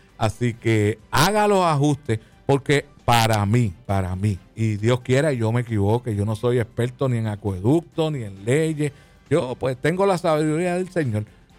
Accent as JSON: {"language": "Spanish", "country": "Puerto Rico", "said": "porque nosotros somos boricua y el boricua es otra cosa."}